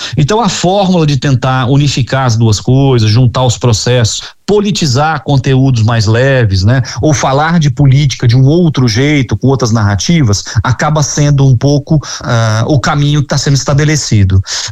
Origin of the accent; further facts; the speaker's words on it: Rio de Janeiro, Brazil; Eu também sou do Rio de Janeiro